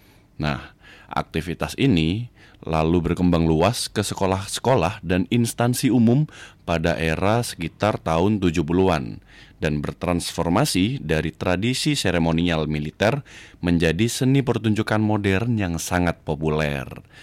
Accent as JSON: {"language": "Indonesian", "town": "Jember", "region": "East Java", "country": "Indonesia", "said": "kita sebagai warga Jember"}